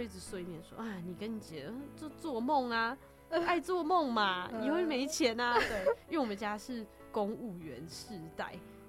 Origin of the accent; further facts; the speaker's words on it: Taichung, Taiwan; 特别是我们都是台中人嘛